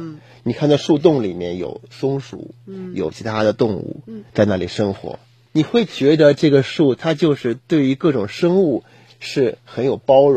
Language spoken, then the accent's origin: Chinese; China; 我们中国人以前都那看几本书嘛